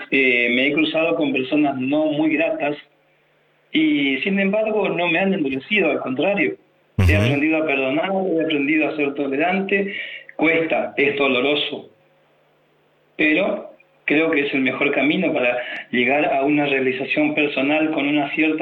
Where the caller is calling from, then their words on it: Goya, Corrientes, Argentina; Soy de Goya, la provincia de Corrientes. Tengo 53 años.